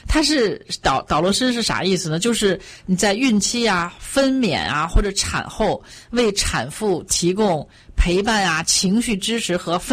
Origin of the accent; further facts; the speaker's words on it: China; 我们中国人